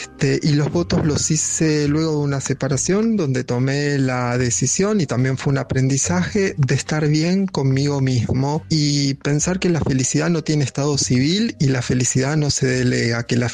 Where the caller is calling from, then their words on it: Acasuso, Buenos Aires Province, Argentina; Hola Luisa, buenas noches … de Acasuso